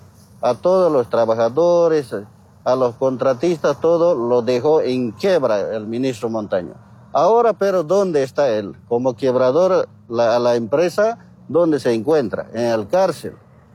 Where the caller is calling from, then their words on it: Cochabamba, Bolivia; estamos como cochabambinos